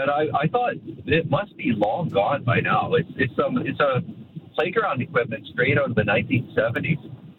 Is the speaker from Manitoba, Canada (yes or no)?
no; Red Deer, Alberta, Canada; now in Sylvan Lake, Canada; I was a family growing up in Red Deer